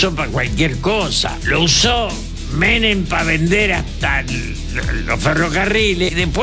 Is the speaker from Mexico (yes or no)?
no; Argentina; born there; Yo nací en un país, ustedes son pibes, que era más que Brasil